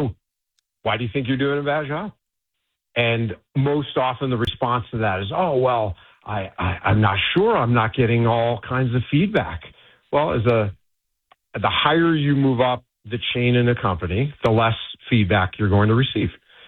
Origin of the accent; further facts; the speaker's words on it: Michigan, United States; I grew up in Michigan, so it was cold.